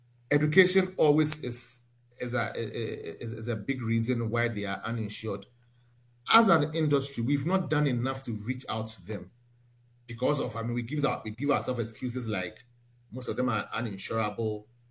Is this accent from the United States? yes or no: no; Ghana